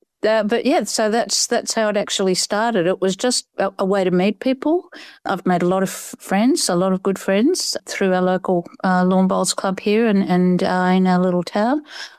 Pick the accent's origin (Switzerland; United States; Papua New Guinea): Papua New Guinea; I grew up in New Guinea. I was born and brought up in New Guinea.